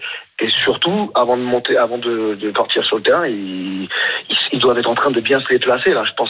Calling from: Paris, Île-de-France, France; Vu que je suis à Paris

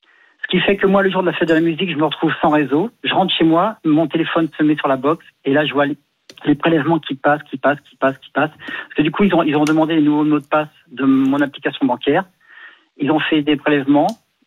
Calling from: Saint-Maur-des-Fossés, Île-de-France, France; moi je suis à Saint-Maur

